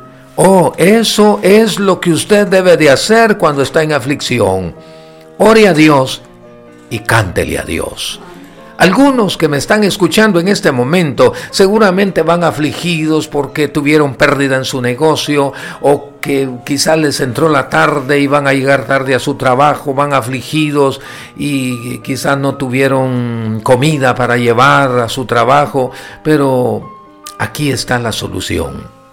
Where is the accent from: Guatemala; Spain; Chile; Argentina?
Guatemala; Yo vengo de Guatemala … siempre vengo a visitar acá a mi familia